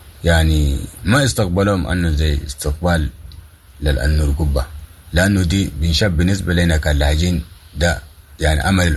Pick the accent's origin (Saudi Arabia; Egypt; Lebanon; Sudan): Sudan; المشروع واحد كان احنا سودانيين